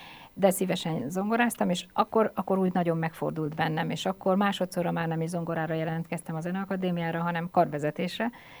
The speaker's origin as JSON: {"language": "Hungarian", "town": "Pécs", "region": "Baranya", "country": "Hungary", "tie": "born or raised there", "said": "hát Pécsett élek most is, úgy nagyjából, de Pécsett születtem"}